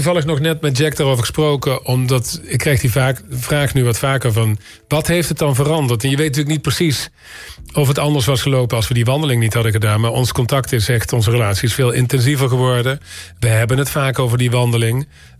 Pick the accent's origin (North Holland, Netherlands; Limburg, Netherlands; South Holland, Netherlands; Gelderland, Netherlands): Limburg, Netherlands; moved away; zoals ik ben opgegroeid in Limburg